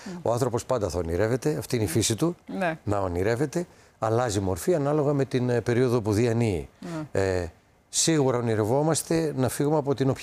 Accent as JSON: {"language": "Greek", "town": "Thessaloniki", "region": "Central Macedonia", "country": "Greece", "said": "γιατί είμαι Θεσσαλονικιός."}